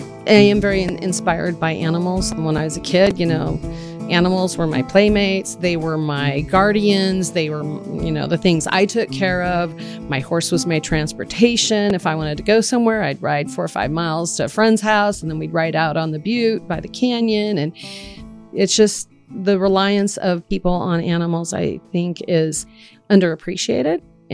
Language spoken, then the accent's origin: English; Idaho, United States; I was born and raised in Idaho